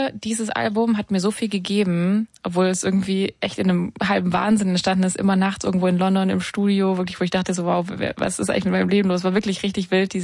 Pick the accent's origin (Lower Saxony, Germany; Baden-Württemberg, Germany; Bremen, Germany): Baden-Württemberg, Germany; now in Berlin, Germany; ich war am Bodensee, ich bin ja im Schwabenland aufgewachsen.